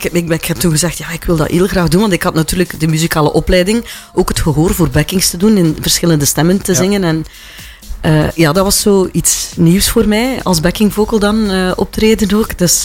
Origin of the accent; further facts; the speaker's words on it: Wetteren, Flanders, Belgium; Ja, dat was eigenlijk lokaal. Hè. Ja. Dus in de eigen streek. Ik ben van Wetteren. Dus de mensen... er werd dan ook veel reclame gemaakt, omdat ik de zangeres van Wetteren...